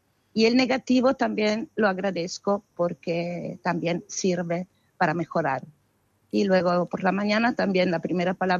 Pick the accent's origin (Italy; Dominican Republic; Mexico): Italy; Spanish is a second language; moved away as an adult; also born or lived in Milan; now in Ibiza, Spain; yo vengo de Italia, sí. Y llevaba una galería de arte muy importante en Milán, sí.